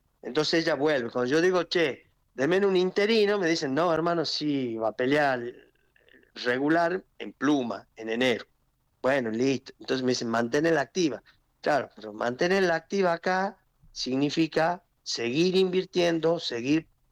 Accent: Tucumán, Argentina; salí afuera, afuera, me refiero de Tucumán a Santiago, ya estaba afuera.

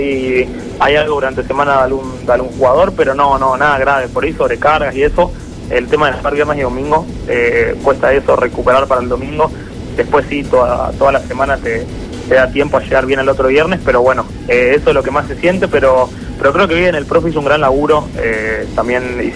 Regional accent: Buenos Aires, Argentina; Yo vengo de la zona de Buenos Aires, que por ahí éramos más equipos y no era tanta la paridad entre los 8 equipos.

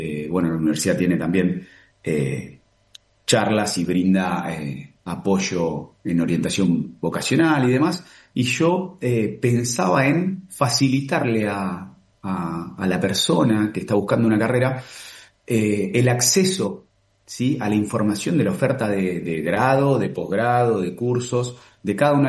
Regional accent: Coronel Pringles, Buenos Aires Province, Argentina; born there; moved away as an adult; Yo soy nacido en Coronel Pringles, cerca de Bahía Blanca. Un pueblo de 20.000 habitantes que no cuenta con una sede universitaria, o no contaba con una sede universitaria en ese momento.

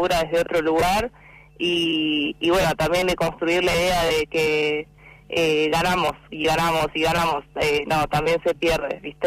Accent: Puerto Madryn, Chubut, Argentina; Yo soy de Madrid.

